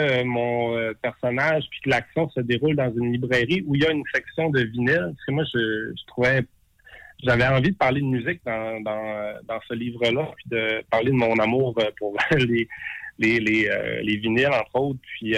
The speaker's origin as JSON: {"language": "French", "town": "Saguenay", "region": "Quebec", "country": "Canada", "tie": "born there"}